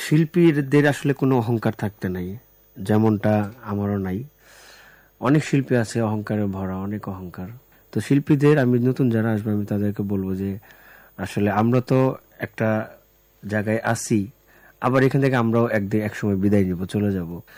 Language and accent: Bangla; Jamalpur, Mymensingh Division, Bangladesh; moved away; জামালপুর আমার জন্মস্থান, কাছারিপাড়া